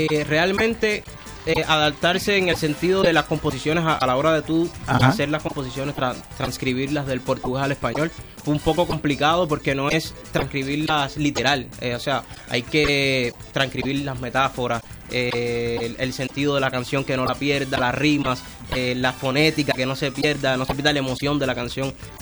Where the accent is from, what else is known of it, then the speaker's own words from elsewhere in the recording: Cuba; y yo soy cubano